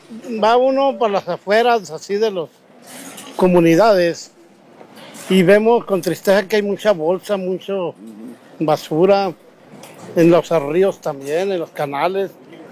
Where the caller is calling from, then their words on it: Mexico; Soy de Altavista.